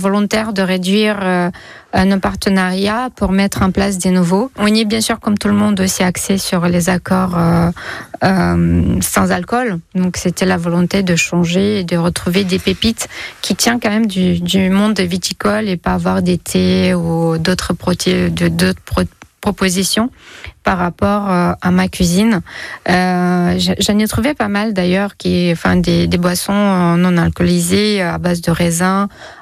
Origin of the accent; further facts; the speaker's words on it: Moldova; now in Bordeaux region, France; je viens de la Moldavie